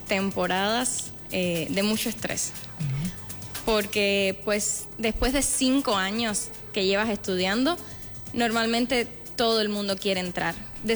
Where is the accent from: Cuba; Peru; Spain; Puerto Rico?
Cuba; moved away as an adult; now in Monterrey, Mexico; soy cubana, bailarina cubana, que vivo en Monterrey ya hace 2 años.